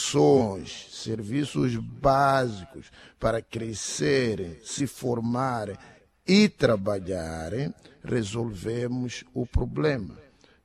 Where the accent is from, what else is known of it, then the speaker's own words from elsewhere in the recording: Mozambique; Nós somos moçambicanos.